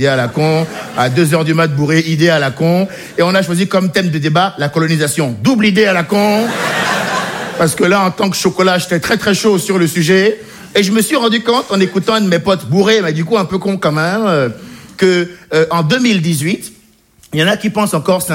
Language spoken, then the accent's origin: French; Benin; born or raised there